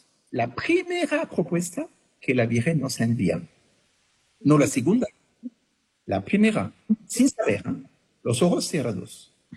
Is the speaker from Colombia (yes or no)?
no; Bergerac, Nouvelle-Aquitaine, France; íbamos a salir de Bergerac, venimos de cerca de Burdeos, en Francia, y vamos a irnos.